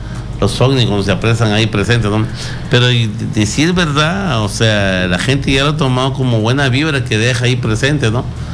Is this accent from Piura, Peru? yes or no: yes; Catacaos, Piura, Peru; moved away as an adult; also born or lived in Chiclayo / Salas / Penachí; now in Chulucanas, Peru; yo siempre he parado allá en el norte, soy del norte, ¿no? Yo soy de Catacaos, pero trabajo muchos años ahí en la Guaringa y Salas, Chiclayo, Penachí y la Guaringa. Y ahora, pues ya hace 10 años, ¿no? Un poquito más, que entré a Chulucanas